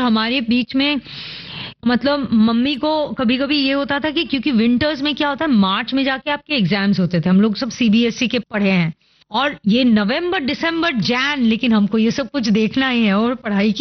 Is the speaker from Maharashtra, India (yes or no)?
yes; Pune, Maharashtra, India; मैं एक्चुअली पुणे में पैदा हुई थी